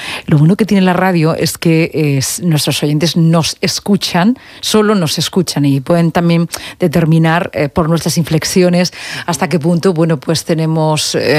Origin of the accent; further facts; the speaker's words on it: Region of Murcia, Spain; accent: panocho; Porque cuando hablamos de los rasgos lingüísticos, de nuestra inflexión, de nuestro acento, por así decirlo, pues habla mucho del panocho.